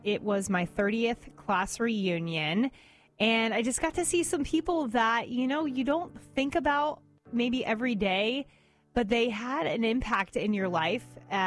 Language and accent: English; Brooksville, United States; I grew up in Brooksville, so it was a smaller town than it is now, even smaller than it is now.